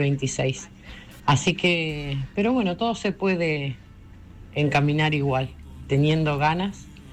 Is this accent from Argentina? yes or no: yes; Villalonga, Buenos Aires Province, Argentina; moved away as an adult; now in Bahía Blanca, Argentina; Venía del campo a hacer al pueblo, yo soy de Villalonga. Ajá. Y hasta hace 2 años que estoy viviendo acá en Bahía Blanca. Viví en Villalonga 42 años.